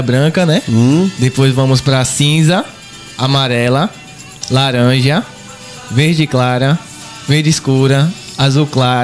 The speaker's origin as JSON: {"language": "Portuguese", "town": "Penedo", "region": "Alagoas", "country": "Brazil", "tie": "born or raised there", "said": "sou natural aqui de Penedo, Alagoas."}